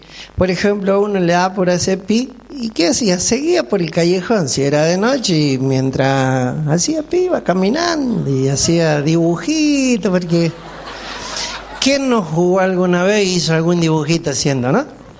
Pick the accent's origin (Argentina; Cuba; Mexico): Argentina; Mendoza; allá en las viñas donde yo nací, crecí.